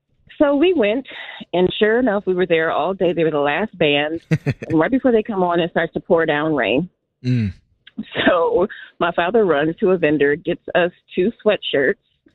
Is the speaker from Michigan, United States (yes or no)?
yes; Detroit, Michigan, United States; now in Berwyn, United States; I live here in Berwyn now, but I'm from Detroit.